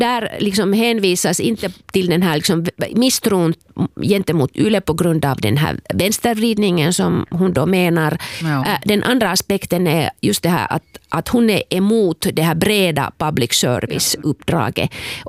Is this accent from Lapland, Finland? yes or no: yes; Kemi, Lapland, Finland; Själv växte jag upp i Kemi